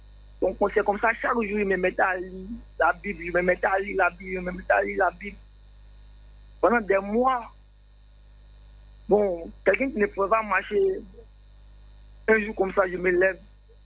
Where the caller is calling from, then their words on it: Bobo-Dioulasso, Hauts-Bassins, Burkina Faso; J'appelle la Bobo.